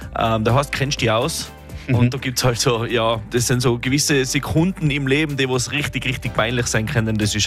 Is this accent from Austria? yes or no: yes; Tyrol, Austria; accent: Tyrolean dialect; wir sind Tiroler, wir wollen das ja so machen, wie uns im Prinzip der Schnabel gewachsen ist und deswegen haben wir uns für den Dialekt entschieden